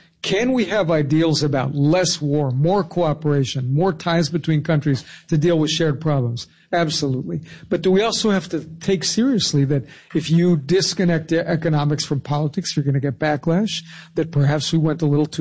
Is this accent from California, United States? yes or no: yes; California, United States; So in my home state of California in the early 1970s, it was not a happy thing to be driving around L.A. with your windows up or down.